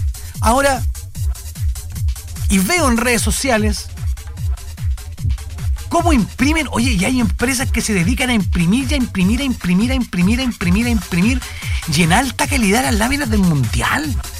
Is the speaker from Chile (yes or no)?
yes; Chile; voy a hablar este tema como ciudadano chileno.